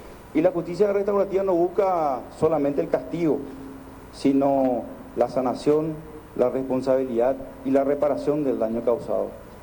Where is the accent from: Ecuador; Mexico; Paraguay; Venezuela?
Paraguay